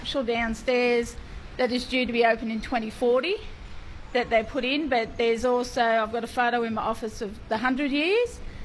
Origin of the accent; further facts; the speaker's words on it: Manilla, New South Wales, Australia; now in Tamworth, Australia; I grew up in Manila